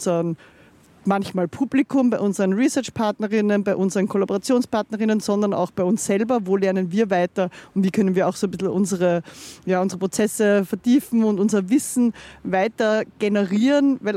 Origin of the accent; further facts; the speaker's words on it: Linz, Upper Austria, Austria; Naja, ich bin auch ein bisschen mit dem aufgewachsen, muss ich sagen. Ich bin in Linz aufgewachsen